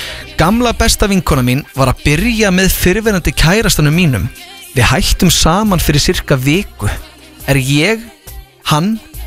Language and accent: Icelandic; Vestmannaeyjar, Southern Region, Iceland; við erum alltaf frá Vestmannum.